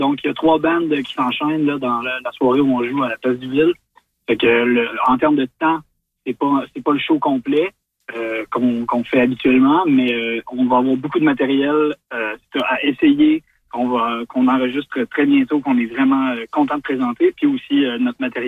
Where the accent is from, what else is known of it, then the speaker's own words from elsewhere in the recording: Gaspé, Quebec, Canada; Et pour les gens de l'Est du Québec, là, on vient de Gaspé.